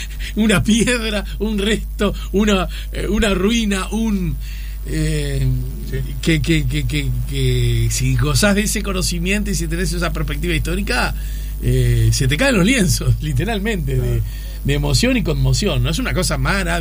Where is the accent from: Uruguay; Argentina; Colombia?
Uruguay; Montevideo; born there; nacimos cerca de Villa Española, en mi casa ahí de Pérez Castellano, Barrio Porvenir, como se le quiera decir, Robinson, entre Jaime Roldós y Pons y Centenario